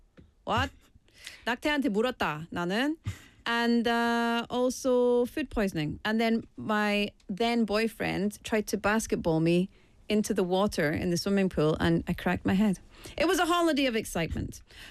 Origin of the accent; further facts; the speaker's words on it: Scotland, United Kingdom; I'm from Scotland, so it's not too hard to get to the Mediterranean from where I am.